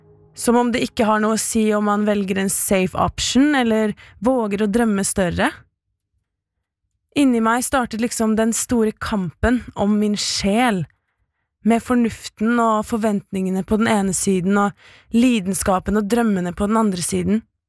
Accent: Trondheim, Trøndelag, Norway; moved away as an adult; also born or lived in Spain; er jeg plutselig tilbake i Trondheim, etter en sterk anbefaling, både fra myndighetene og bestemor, om å flytte ut av et koronarammet Spania. Men jeg skulle jo aldri flytte tilbake til hjembyen min.

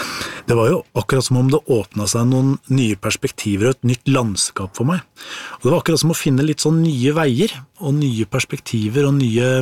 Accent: Nesodden, Akershus, Norway; born there; now in Oslo, Norway; det at jeg ikke var døpt, det gjorde at jeg tok kontakt med presten hjemme på Nesodden.

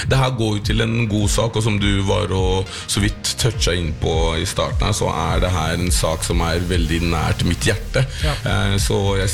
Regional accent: DR Congo; now in Norway; I mitt hjemland, som du ser tatuert her.

